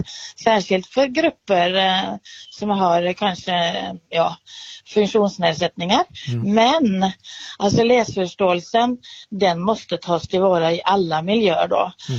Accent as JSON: {"language": "Swedish", "country": "Norway", "moved": "yes", "lives_now": "Sweden", "said": "I Norge, där jag kommer ifrån ursprungligen"}